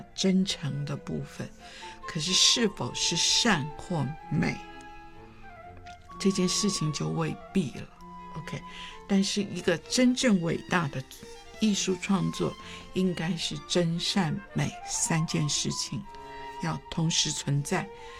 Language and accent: Chinese; China; 我是华人，我是中国人，对，所以 我觉得真的就是没有办法